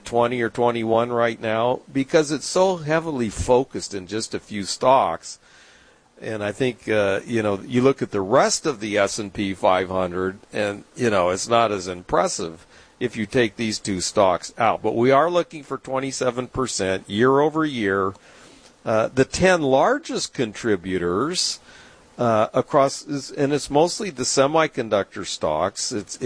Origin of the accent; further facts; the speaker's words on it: West Coast, United States; Barry, I grew up on the West Coast, but here's your trivia question of the day.